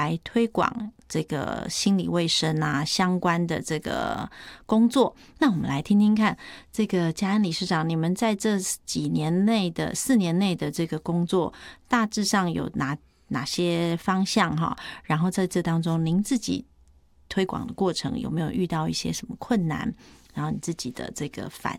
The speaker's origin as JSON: {"language": "Chinese", "country": "Taiwan", "said": "我们其实台湾人"}